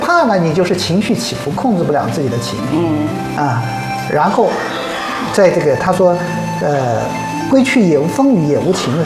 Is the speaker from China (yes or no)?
yes; China; 我们中国人